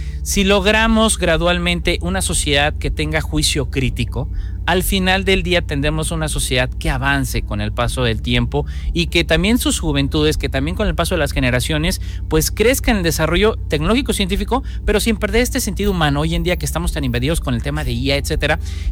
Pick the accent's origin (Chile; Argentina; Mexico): Mexico